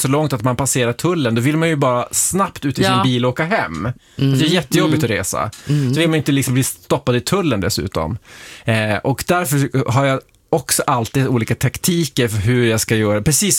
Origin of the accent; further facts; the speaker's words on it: Luleå, Norrbotten County, Sweden; ja, men jag kommer från Luleå, säger jag.